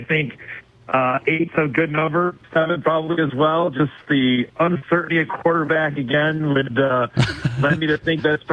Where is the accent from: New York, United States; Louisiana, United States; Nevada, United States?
New York, United States; I'm a New Yorker. I root for the Jets